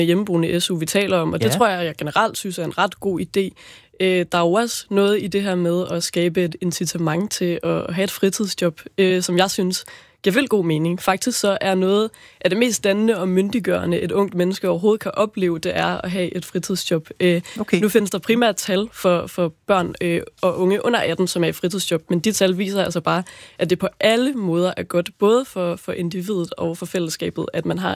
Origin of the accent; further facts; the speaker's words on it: Aalborg, North Denmark Region, Denmark; moved away; Jeg kommer selv fra Aalborg, hvor jeg gik i gymnasiet